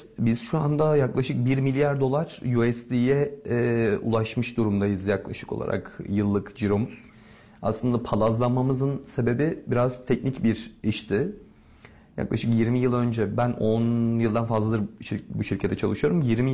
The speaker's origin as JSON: {"language": "Turkish", "region": "Afyonkarahisar", "country": "Turkey", "tie": "born or raised there", "also_born_or_lived": "Istanbul", "moved": "as an adult", "said": "Ben küçük bir şehirde doğdum, büyüdüm. Yani Afyon'da doğdum, büyüdüm ve ondan sonra İstanbul'da üniversite için gittim."}